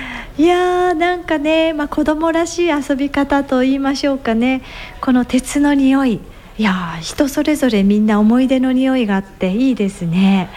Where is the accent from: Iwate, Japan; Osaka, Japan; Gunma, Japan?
Gunma, Japan; 出身は群馬県でして、長野県との県境の山間地域でしたから